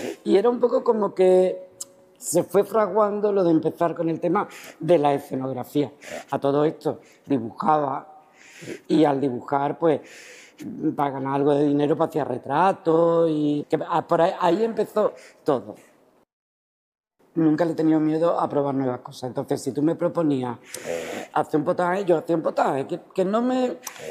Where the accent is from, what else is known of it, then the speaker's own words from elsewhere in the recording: Seville, Andalusia, Spain; yo soy de Bellavista, en Sevilla, en un barrio.